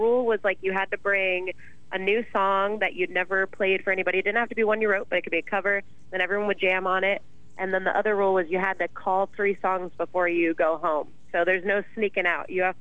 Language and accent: English; Phoenix, Arizona, United States; also born or lived in Flagstaff; so I wasn't born in Phoenix, but I'm just about born and raised in Phoenix, where we're talking together today. And I lived up in Flagstaff for about 6 years